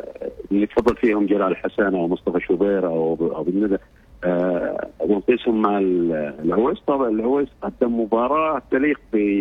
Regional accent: Saudi Arabia; أنا كسعودي

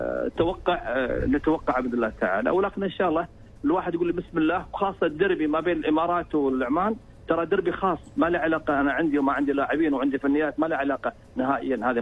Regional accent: Oman; عندنا في عمان هنا

